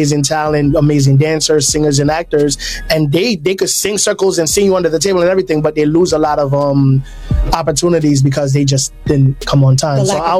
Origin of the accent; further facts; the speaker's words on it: The Bronx, New York, United States; also born or lived in Jamaica; Born in Jamaica. But I was raised in the Bronx mostly, but I go down every summer.